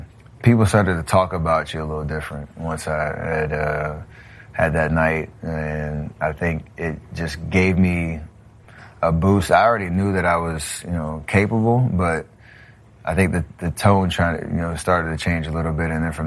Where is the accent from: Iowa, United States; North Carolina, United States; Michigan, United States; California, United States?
North Carolina, United States; Charlotte; Growing up in Charlotte, where my dad played for 10 years for the Charlotte Hornets